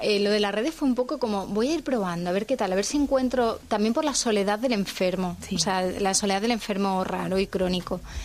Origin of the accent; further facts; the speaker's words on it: Cáceres, Extremadura, Spain; Soy de Cáceres.